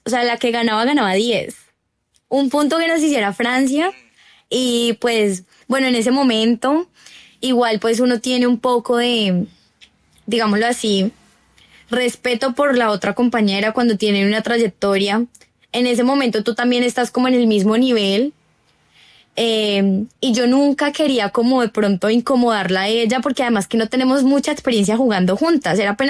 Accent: Colombia; no soy la única de Colombia

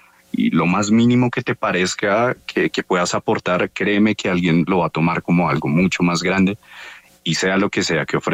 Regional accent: Colombia; Como hermanos colombianos, como compatriotas.

